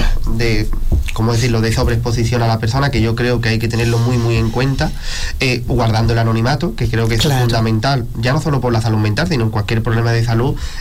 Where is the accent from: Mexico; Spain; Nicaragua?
Spain; Arcos de la Frontera, Andalusia; Yo creo que, salvo a lo mejor Manuel y yo, que sí que somos de Arcos, el resto son de fuera.